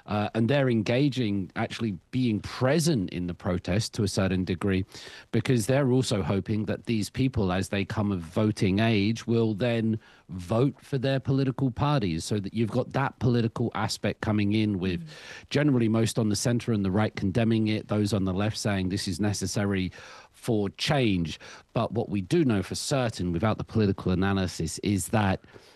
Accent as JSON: {"language": "English", "region": "England", "country": "United Kingdom", "said": "As an Englishman, I will speak the king's."}